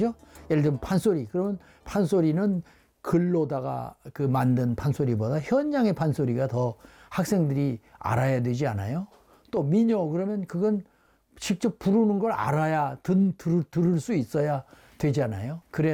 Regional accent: Sokcho, Gangwon, South Korea; born there; also born or lived in North Korea; 1950년에 이제 전쟁이 일어나는 바람에 월남을 해서 강원도 속초에 가서 어린 시절에 성장을 했어요.

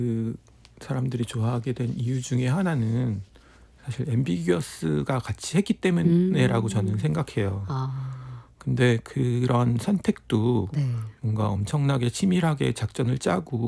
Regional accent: South Korea; 한국 사람이면서

